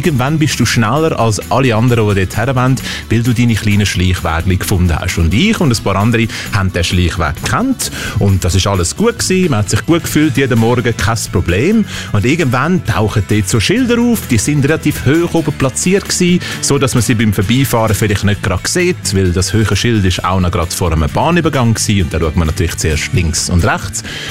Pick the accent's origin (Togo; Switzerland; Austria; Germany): Switzerland; Zurich; Ich komme ja aus Zürich